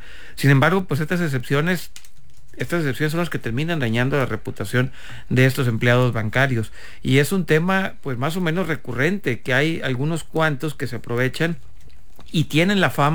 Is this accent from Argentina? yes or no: no; Mexico; como mexicanos, como ciudadanos